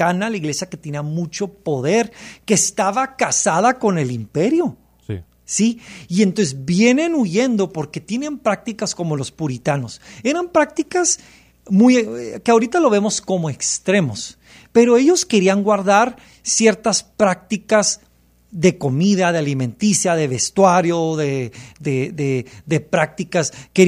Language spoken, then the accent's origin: Spanish; United States; una crisis de identidad que hemos tenido como americanos, como estadounidenses